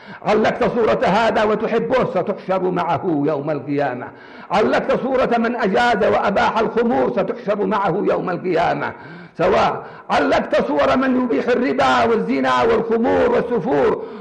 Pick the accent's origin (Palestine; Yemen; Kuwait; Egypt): Yemen